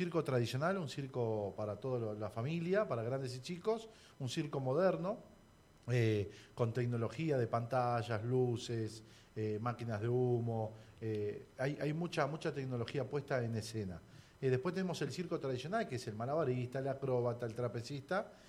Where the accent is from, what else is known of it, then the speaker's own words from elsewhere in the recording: Buenos Aires, Argentina; nosotros somos de Buenos Aires